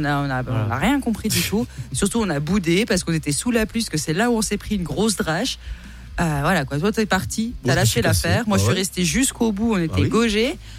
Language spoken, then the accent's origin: French; France; avec mon accent de merde, je suis française.